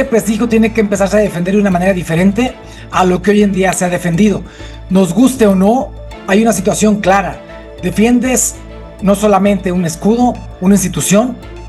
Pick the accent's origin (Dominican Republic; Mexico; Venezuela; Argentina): Mexico; todos como mexicanos, como aficionados, como gente involucrada en nuestro fútbol, hay un prestigio que defender.